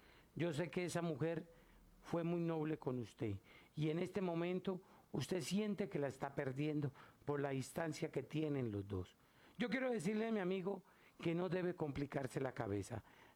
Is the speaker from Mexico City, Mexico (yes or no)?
no; Catemaco, Veracruz, Mexico; Porque saben que soy de Catemaco, Veracruz, y como soy de Catemaco, Veracruz, yo también tengo que ir a montar mis altares